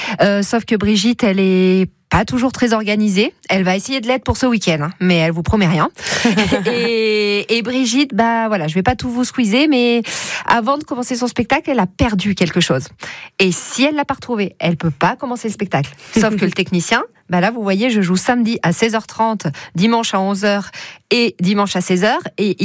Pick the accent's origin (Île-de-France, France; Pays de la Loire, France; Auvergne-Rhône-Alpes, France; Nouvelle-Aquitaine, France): Auvergne-Rhône-Alpes, France; et puis moi j'ai grandi en Auvergne